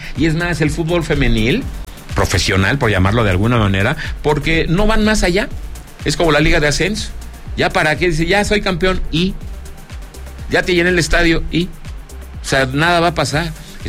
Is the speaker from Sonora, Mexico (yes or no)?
no; Zacatecas, Mexico; ahí estamos, de mi tierra Zacatecas.